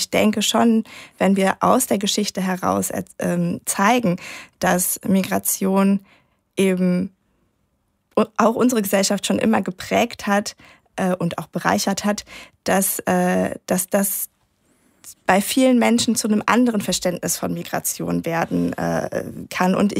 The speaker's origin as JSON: {"language": "German", "town": "Cologne", "region": "North Rhine-Westphalia", "country": "Germany", "said": "Also ich bin tatsächlich Kölnerin, ich bin in Köln geboren."}